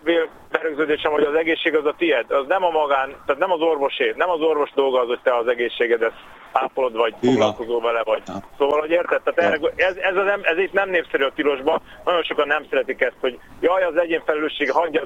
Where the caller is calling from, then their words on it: Hungary; Tehát én szegényként rohadt jól érzem magam itt Magyarországon